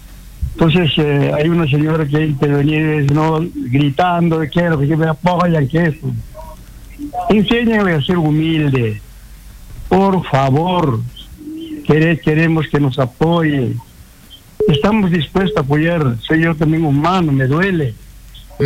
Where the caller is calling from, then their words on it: Monzón, Huánuco, Peru; Estoy llamando desde Monzón, distrito de Monzón, Guamalí, Hispano.